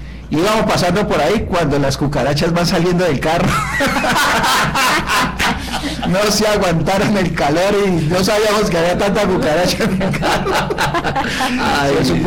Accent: Cauca, Colombia; moved away; Nosotros somos del Cauca

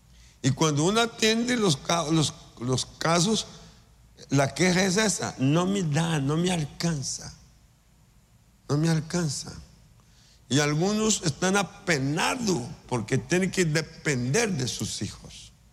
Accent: Brazil; en mi país, Brasil

